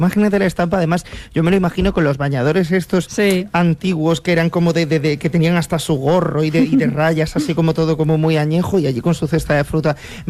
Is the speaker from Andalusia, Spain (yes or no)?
yes; Málaga, Andalusia, Spain; evidentemente yo como malagueño flipé porque la estampa no tiene absolutamente nada que ver con lo que es a día de hoy el paseo marítimo.